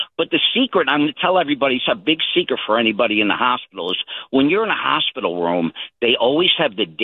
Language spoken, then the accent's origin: English; Connecticut, United States; moved away as an adult; now in South Carolina, United States; when I was like 5 years old growing up in Connecticut all my life, and the people that I've known since I moved to South Carolina 30 years